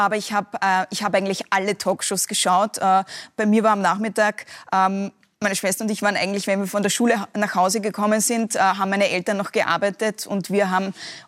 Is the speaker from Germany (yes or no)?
no; Upper Austria, Austria; accent: Upper Austrian dialect; moved away as an adult; now in Vienna, Austria; ich habe noch Dialektwörter. Ich habe auch einen starken Dialekt, glaube ich, noch immer. Also wenn man mich privat, wenn jemand aus Oberösterreich ist und ich auch aus Oberösterreich bin, dann hört man es schon noch.